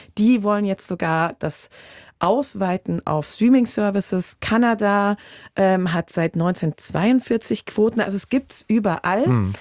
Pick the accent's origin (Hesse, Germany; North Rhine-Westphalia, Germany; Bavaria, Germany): Hesse, Germany; Und ja, als Hessin meine ich auch Südhessisch.